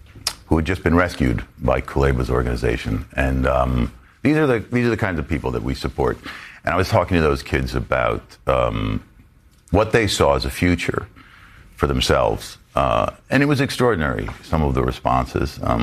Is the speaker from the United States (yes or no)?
yes; United States; not because of my Ukrainian ancestry, but because I am American and because the values that they're fighting for me define what it is to be American.